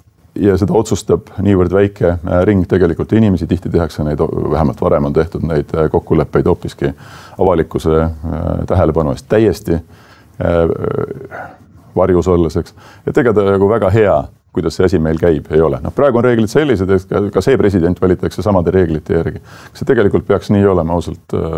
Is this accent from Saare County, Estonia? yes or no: yes; Saare County, Estonia; Ma ise olen Saaremalt, et öeldakse, et 7 aastat pead olema Saaremal, siis võid hakata ennast kutsuma saarlaseks.